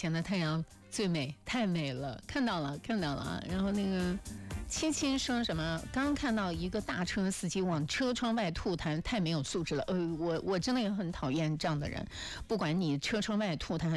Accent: China; 我们中国人

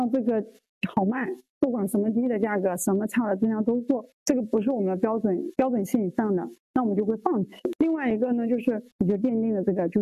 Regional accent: Yunhe, Zhejiang, China; 个土生土长的云和人，我特别的开心。我没有想到我的一个伊朗的朋友都能知道我们云和这么美丽的地方，而且对我们的家乡赞不绝口

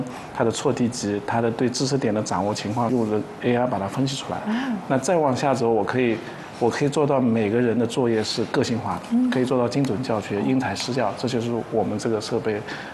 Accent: Zhejiang, China; 这有可能跟我的家庭或者我们家乡的氛围有关。我们浙江很多都喜欢创业，所以在大学时候。

